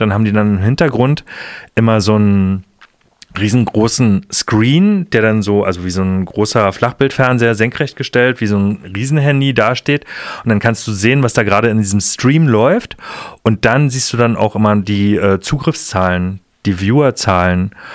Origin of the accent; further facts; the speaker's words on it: Germany; now in Dresden, Germany; ich bin in der DDR groß geworden